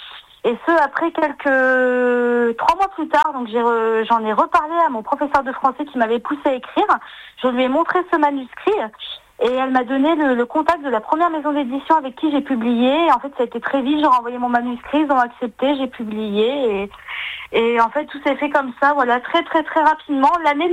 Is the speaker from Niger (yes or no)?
no; Auvergne-Rhône-Alpes, France; now in Moulins, France; j'ai 24 ans, j'aurai 25 ans en décembre. Je suis originaire de Maudusson dans l'Allier et je vis sur Moulins.